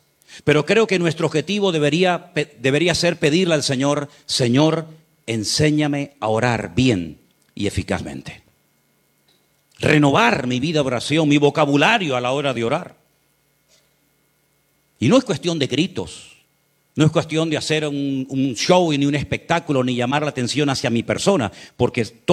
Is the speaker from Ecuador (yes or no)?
no; Canary Islands, Spain; como decimos en Canarias